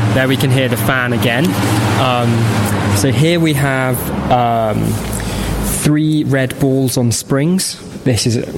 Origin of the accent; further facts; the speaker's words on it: Cambridge, East of England, United Kingdom; I grew up in Cambridge